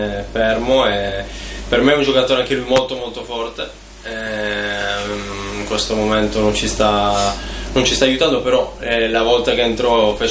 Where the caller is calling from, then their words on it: Olbia, Sardinia, Italy; Io sono di Olbia, sì. Anzi, Berchid precisamente, un quarto d'ora da Olbia.